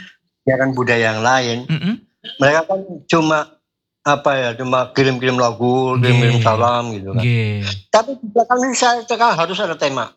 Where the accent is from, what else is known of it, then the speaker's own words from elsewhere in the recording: Purbalingga, Central Java, Indonesia; also born or lived in Solo; Ya memang saya bukan tidak lahir di Purbalingga. Tapi saya besar di Purbalingga.